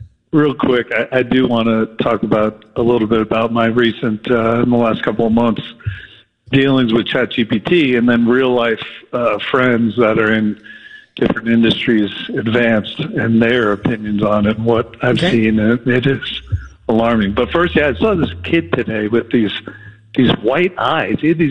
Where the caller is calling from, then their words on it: Florida, United States; in Florida.